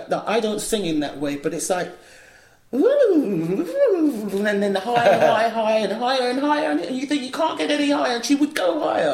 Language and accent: English; London, United Kingdom; moved away; also born or lived in Hackney, London; I grew up in Islington, London, Islington. My family. No, first of all, we were in Hackney.